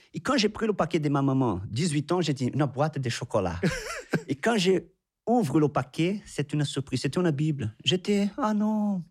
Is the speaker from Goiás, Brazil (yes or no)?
yes; Anápolis, Goiás, Brazil; French is a second language; C'est gigantesque. Je viens du centre. Ma ville s'appelle Anápolis. C'est proche à Brasília, la capitale.